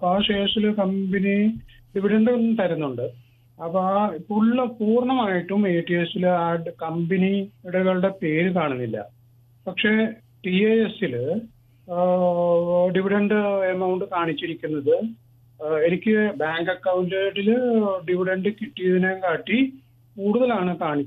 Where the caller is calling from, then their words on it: Ernakulam, Kerala, India; എറണാകുളത്ത് നിന്നാണ് വിളിക്കുന്നത്.